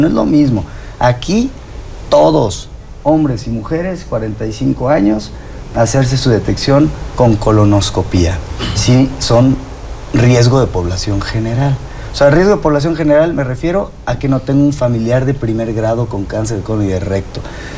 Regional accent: Mexico; Nosotros que a veces también somos una comunidad mexicana

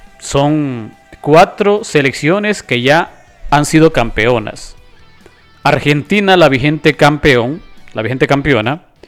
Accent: Honduras; nosotros como hondureños

